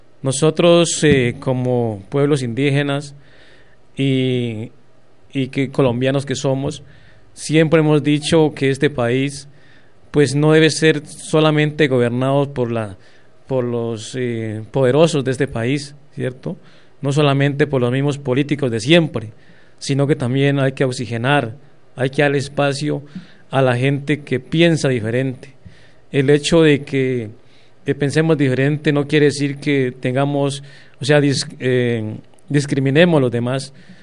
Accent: Colombia; los derechos que nosotros tenemos como ciudadanos colombianos

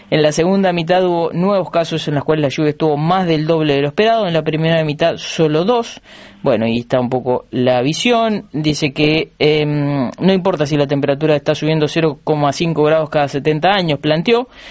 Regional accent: Durazno, Uruguay; yo soy de Durazno

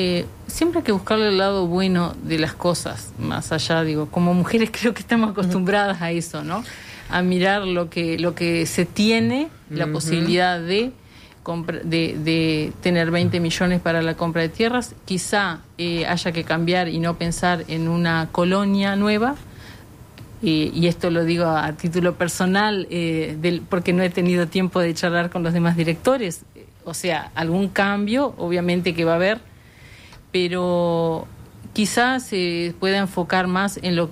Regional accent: Salto, Uruguay; Nací, sí, en campo, en Salto. Fue escuela rural, mi familia también es toda zona rural.

